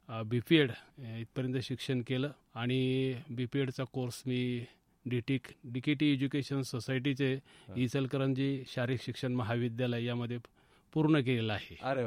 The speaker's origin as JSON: {"language": "Marathi", "town": "Pimpalgaon Malvi", "region": "Maharashtra", "country": "India", "tie": "born or raised there", "said": "मी ग्रामीण भागातलाच एक खेळाडू आहे. माझं गावाचं नाव पिंपळगाव माळवी, जवळच आहे डोंगरगण रोडला. माझं बालपण जे आहे ते माझ्या गावामध्येच गेलं."}